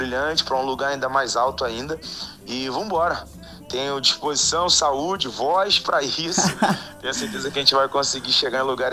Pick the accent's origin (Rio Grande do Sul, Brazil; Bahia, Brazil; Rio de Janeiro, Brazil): Rio de Janeiro, Brazil; Eu sou daqui do Rio de Janeiro, eu sou do subúrbio do Rio